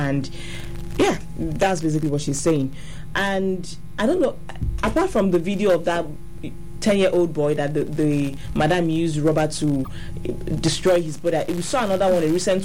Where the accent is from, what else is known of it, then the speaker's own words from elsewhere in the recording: Anambra, Nigeria; And I'm from there